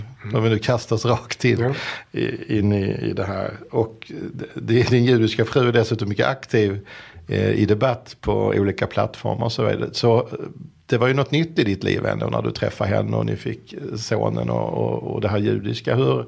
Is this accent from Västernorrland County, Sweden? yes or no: no; Skåne, Sweden; accent: Scanian; jag tycker att skånska är väldigt fult och jag tycker inte om min egen dialekt.